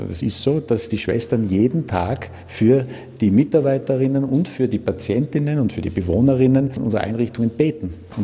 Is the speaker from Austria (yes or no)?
yes; Tyrol, Austria; Aber nicht erst seitdem ich hier bin, sondern ich bin in Tirol aufgewachsen und bin da schon sehr christlich sozialisiert